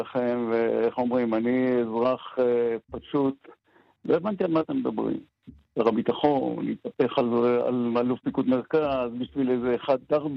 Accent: Ein Gev, Northern District, Israel; born there; moved away; also born or lived in Nov, Golan Heights; אני נולדתי בקיבוץ אנגב שהיה הקצה, השפיץ של ההזיה המשיחית של התיישבות בחלק המזרחי של הכנרת, מתחת לסורים, מתחת לאף שלהם.

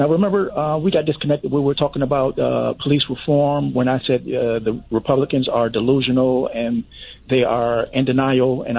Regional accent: New York, United States; I'm New Yorker. I'm New York all the way.

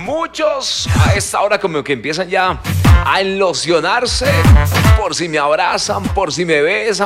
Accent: Colombia; Es un derecho de usted, mío, de todos como colombiano. Vaya, vote. Así sea en blanco, pero ejérzalo, ejérzalo ese derecho. Aquí nadie le dice por quién vote, sino que pues vaya y ejerza ese derecho que es muy importante como colombianos.

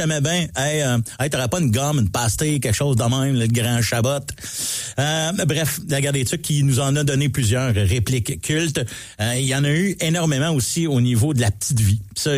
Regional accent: Quebec, Canada; Là, moi, je suis un Canadien, Québécois, un Français, Canadien, Français. Un Américain du Nord, Français, un francophone, Québécois, Canadien

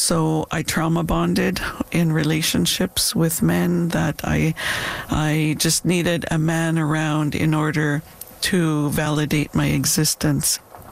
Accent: Dog Creek, British Columbia, Canada; born or raised there

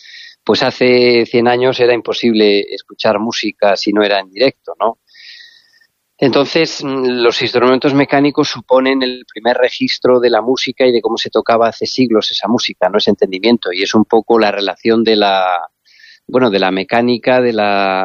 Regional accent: Galicia, Spain; Yo, que soy de Galicia, pues siempre estamos, vamos, que vivo en Galicia.

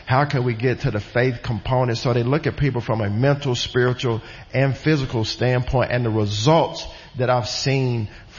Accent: United States; as a pastor, as an American, as just

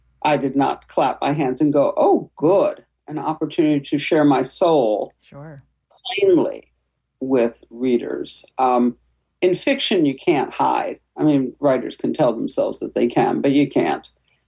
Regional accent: New York, United States; now in Connecticut, United States

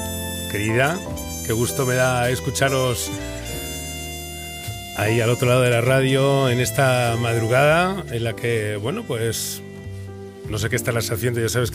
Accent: Burgos, Castile and León, Spain; soy de Burgos, de Gamonal, de toda la vida, y a mucho orgullo.

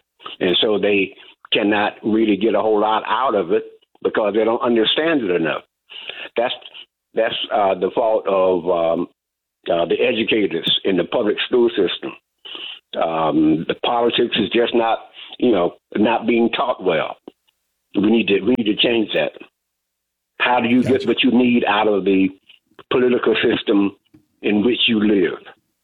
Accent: Jacksonville, Florida, United States; born there; By the way, I'm from Florida. I'm from Jacksonville.

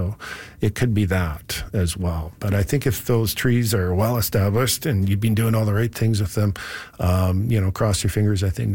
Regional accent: Calgary, Alberta, Canada; born or raised there

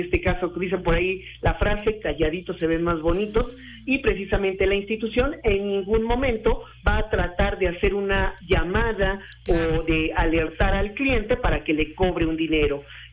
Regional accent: Mexico; hablamos mucho como cultura mexicana de la muerte

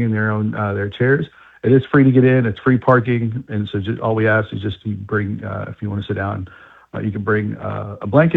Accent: Jordan; now in United States; My home country, Jordan

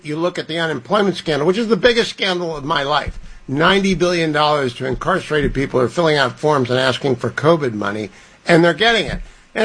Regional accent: California, United States; moved away; I'm a Californian. I used to be. I left in 2015.

